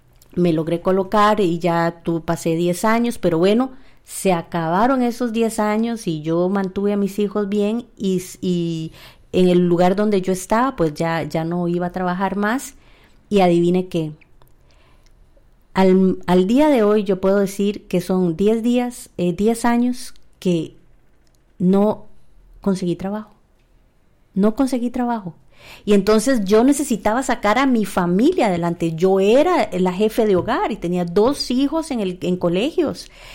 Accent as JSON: {"language": "Spanish", "town": "San Isidro de El General", "region": "San José", "country": "Costa Rica", "said": "yo soy de Pérez Celedón"}